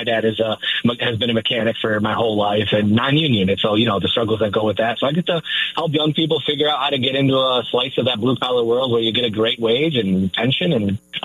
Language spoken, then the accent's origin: English; Rockford, Illinois, United States; I am from the Rockford area, so lived a little bit all over Winnebago County, but both my parents are from the west side of Rockford, working class people.